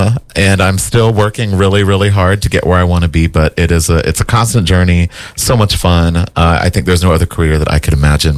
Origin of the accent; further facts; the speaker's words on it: Wilmington, Delaware, United States; I started doing a bunch of productions in my hometown of Wilmington, Delaware. Big shout out to the 302.